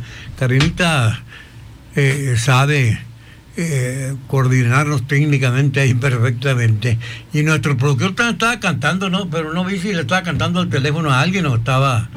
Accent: Mexico; born there; orgulloso también en estas fiestas patrias de ser mexicano y haber nacido en el rancho San Pedro.

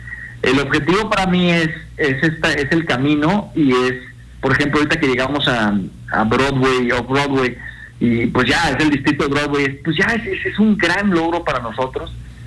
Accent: Sonora, Mexico; somos los sonorenses triunfando en donde tenemos que estar, porque somos luchones siempre.

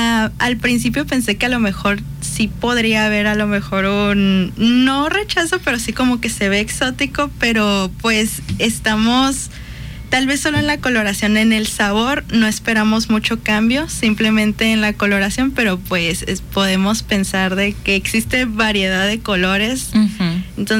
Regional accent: Mexico; y hablando de nosotros como mexicanos, porque es parte de nuestra identidad.

